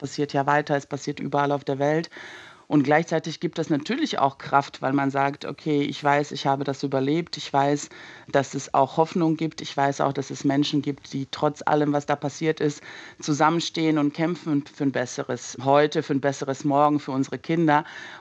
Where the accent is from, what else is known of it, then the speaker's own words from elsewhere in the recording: Banja Luka, Republika Srpska, Bosnia & Herzegovina; moved away; ich komme aus Banja Luka, aus einer Stadt, wo es jetzt keine Kämpfe auf der offenen Straße gegeben hat